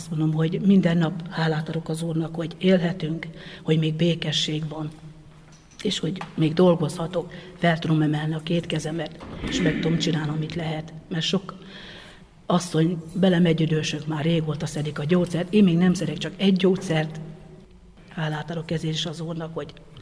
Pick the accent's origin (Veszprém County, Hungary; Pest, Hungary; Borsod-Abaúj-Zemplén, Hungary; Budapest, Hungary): Borsod-Abaúj-Zemplén, Hungary; Zsolca; born there; Hát, mert itt születtem Zsolcán, itt ismertem meg János bácsit.